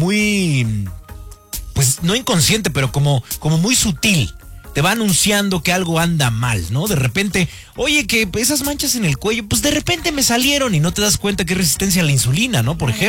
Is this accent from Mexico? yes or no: yes; Mexico; como mexicanos nacimos en un lugar donde maravillosamente tenemos todos los mejores platillos del planeta.